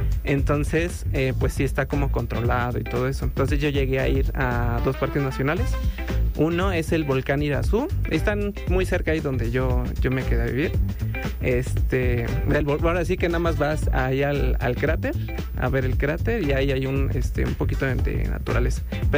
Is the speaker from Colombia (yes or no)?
no; Mexico; me decían, mexicano, ¿verdad? Y yo sí.